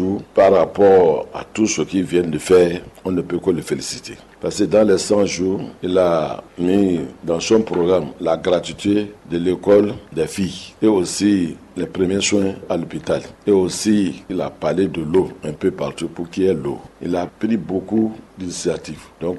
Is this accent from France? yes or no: no; Benin; Nous tous ensemble, en tant que Béninois, si nous voulons qu'il travaille, il faut que nous nous mettons ensemble pour l'accompagner.